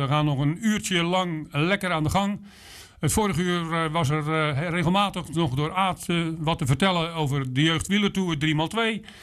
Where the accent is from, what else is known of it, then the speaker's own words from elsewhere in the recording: Hendrik-Ido-Ambacht, South Holland, Netherlands; Maar ik kom dan ook zelf uit Hendrik Ido Ambacht